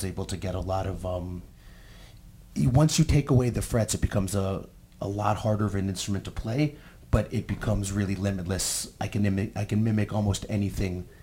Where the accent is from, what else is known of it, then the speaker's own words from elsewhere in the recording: New York City, New York, United States; luckily growing up in New York City, I was able to play some Balkan weddings